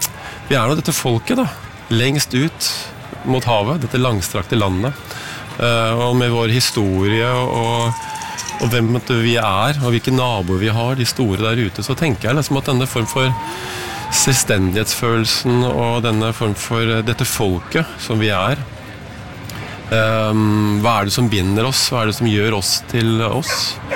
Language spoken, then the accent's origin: Norwegian; Porto, Porto District, Portugal; now in Norway; Altså, først må jeg si at vi vokste opp i Portugal, min søster og jeg, og min lille familie. Og da husker jeg egentlig at vi bodde ute i Porto, jeg gikk på en engelsk skole, og vi hadde forlatt Norge